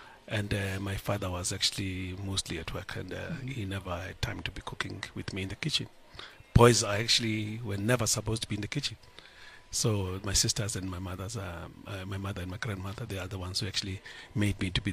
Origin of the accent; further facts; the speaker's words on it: Cape Town, Western Cape, South Africa; born there; So I'm actually born and bred in Cape Town, Western Cape.